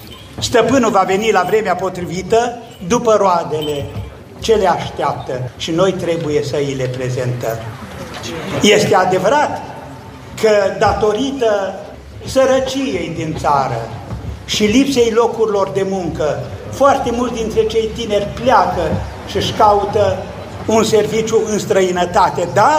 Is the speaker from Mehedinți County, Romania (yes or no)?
no; Maramureș County, Romania; moved away; din satul meu natal, din Oarta